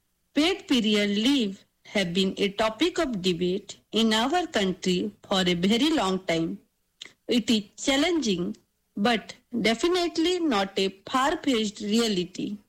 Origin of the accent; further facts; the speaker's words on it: India; from India.